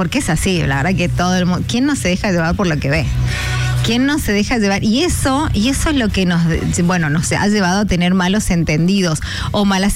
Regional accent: Mendoza, Argentina

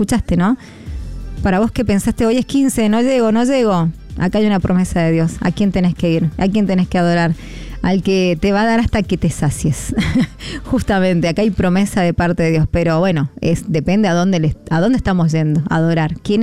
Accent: Argentina

